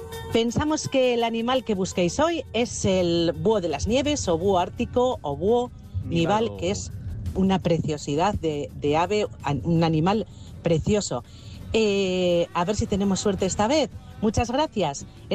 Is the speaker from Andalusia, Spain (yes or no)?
no; Basque Country, Spain; Pero somos de Vizcaya.